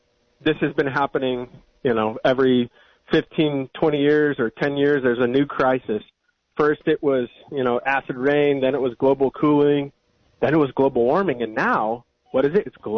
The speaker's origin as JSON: {"language": "English", "town": "Watsonville", "region": "California", "country": "United States", "said": "I'm originally around from the Watsonville area, so I've done some PVUSD school board meetings, some city council meetings."}